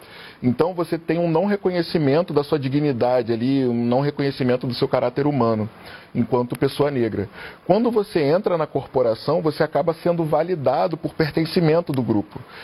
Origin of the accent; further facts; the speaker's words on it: Rio de Janeiro, Brazil; Eu sou carioca, então carioca fala palavrão.